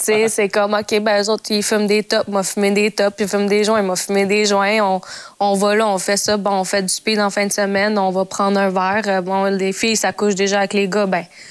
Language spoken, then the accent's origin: French; Montreal, Quebec, Canada; j'ai grandi à Montréal, puis mes parents immigrés au Québec.